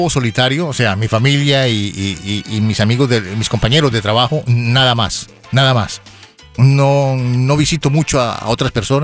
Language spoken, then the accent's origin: Spanish; Colombia; moved away